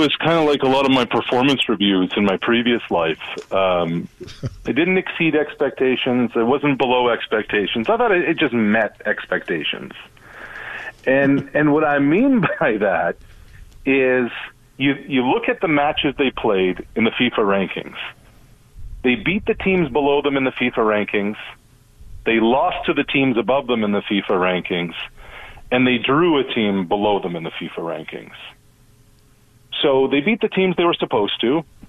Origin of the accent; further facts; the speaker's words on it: Truro, Nova Scotia, Canada; Turo, Nova Scotia, my hometown.